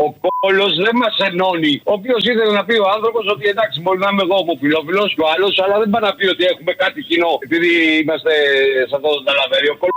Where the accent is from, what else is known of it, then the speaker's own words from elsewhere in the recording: Northern Greece, Greece; Λοιπόν, είμαι Βορειοελλαδίτης